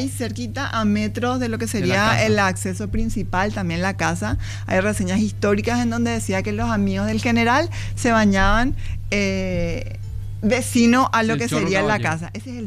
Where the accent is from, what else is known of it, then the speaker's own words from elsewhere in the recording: Paraguay; Todos somos paraguayos